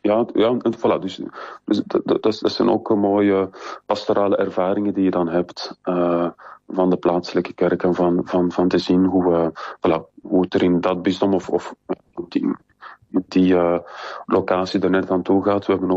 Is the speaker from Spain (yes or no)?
no; Belgium; Dus ik weet van mezelf, ik als Belg, en dan was er ook nog een Spanjaard.